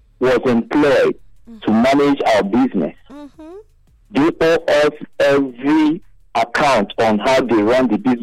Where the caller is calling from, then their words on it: Lagos, Nigeria; I'm from Lagos.